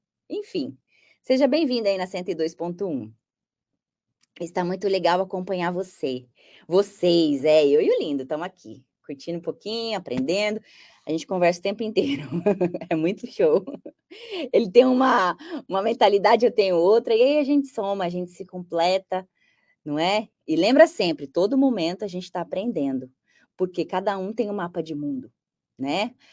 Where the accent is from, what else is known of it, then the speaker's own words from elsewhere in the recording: Brazil; Eu sou brasileira. Sabe aquela? Eu sou brasileira com muito orgulho.